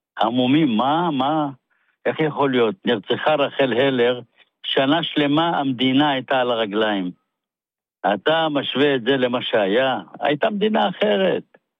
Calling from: Rishon LeZion, Central District, Israel; אני מראשון.

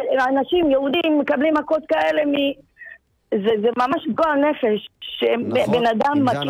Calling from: Ashkelon, Southern District, Israel

